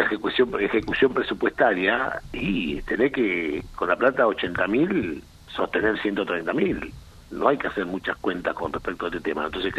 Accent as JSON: {"language": "Spanish", "town": "Puerto Madryn", "region": "Chubut", "country": "Argentina", "said": "yo soy muy de Puerto Madryn"}